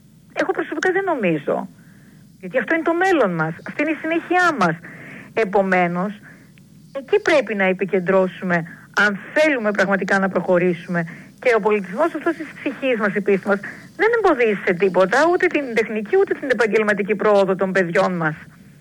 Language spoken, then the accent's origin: Greek; Greece; και εγώ και εσύ είμαστε Έλληνες.